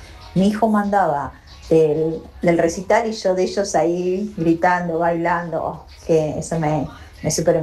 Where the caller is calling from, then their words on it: Spain; Soy Latina … desde España.